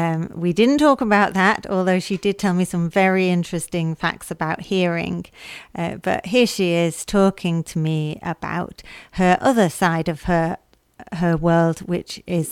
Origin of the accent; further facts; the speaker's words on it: Bolton, North West England, United Kingdom; accent: Bolton; I'm from Bolton